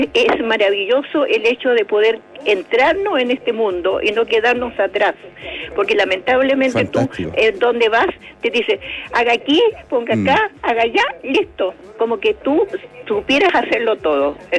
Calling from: Santiago, Santiago Metropolitan Region, Chile; Yo soy de Santiago Centro.

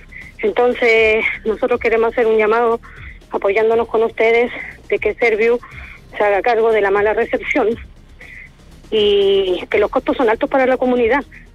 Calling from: Santiago, Santiago Metropolitan, Chile; nosotros somos un condominio de Peñalolén, San Luis. Llevamos 13 años viviendo acá

